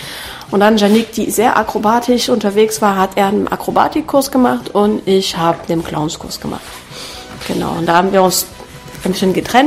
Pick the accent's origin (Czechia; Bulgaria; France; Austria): France; German is a second language; moved away as an adult; now in Dresden, Germany; Ich komme aus Frankreich und ich lebe seit 10 Jahren in Dresden, habe 3 Kinder